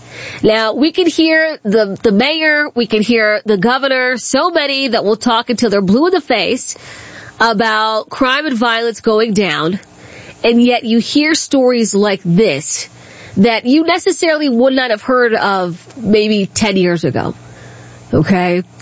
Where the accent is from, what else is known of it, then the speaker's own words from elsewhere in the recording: Accokeek, Maryland, United States; I grew up in Accokeek. I grew up right there in PG County, right on the Charles County line.